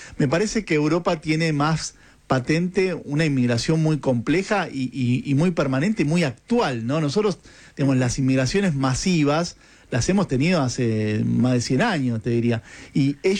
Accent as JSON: {"language": "Spanish", "country": "Argentina", "said": "los apodos que usamos los argentinos"}